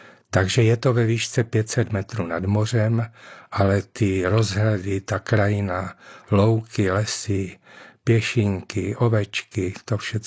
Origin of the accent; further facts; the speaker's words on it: Opava, Moravian-Silesian Region, Czechia; moved away as an adult; also born or lived in Prague; now in Olomouc, Czech Republic; No, já jsem z Olomouce, ale není to moje rodiště. Původem jsem z Opavy, pak jsem byl 5 let v Praze, no a nakonec se přiženil do Olomouce, kde bydlím už několik dekád.